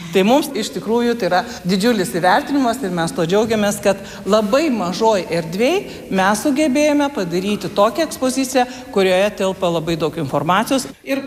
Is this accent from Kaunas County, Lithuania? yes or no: yes; Kėdainiai, Kaunas County, Lithuania; Ich bin Kėdainer, aš esu kėdainietis.